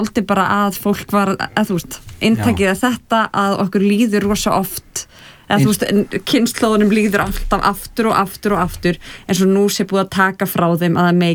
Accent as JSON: {"language": "Icelandic", "town": "Hafnarfjörður", "region": "Capital Region", "country": "Iceland", "said": "Nei, af því við erum voru úr Hafnarfirði."}